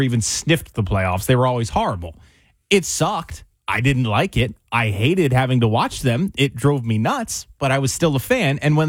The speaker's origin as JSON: {"language": "English", "town": "Chesterfield", "region": "New Jersey", "country": "United States", "tie": "born or raised there", "lives_now": "Mount Holly, United States", "said": "now I live in Mount Holly, so now you're more in Philly area. But where I grew up in Chesterfield, we got Philadelphia local news."}